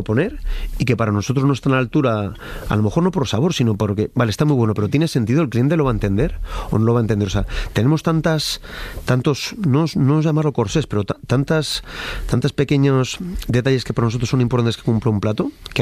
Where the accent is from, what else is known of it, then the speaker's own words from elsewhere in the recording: Madrid, Community of Madrid, Spain; y mira que no soy de Atleti, soy de Madrid